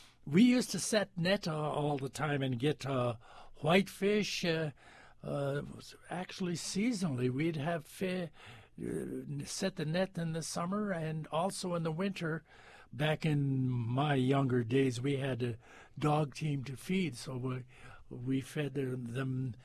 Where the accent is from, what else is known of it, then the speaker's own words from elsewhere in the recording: Dease Lake, British Columbia, Canada; my hometown of Dease Lake.